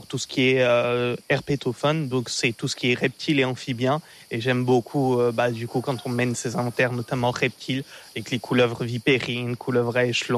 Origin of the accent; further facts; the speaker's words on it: Auvergne-Rhône-Alpes, France; Et le week-end, ma mère était allée à son église, donc par chez nous en Haute-Loire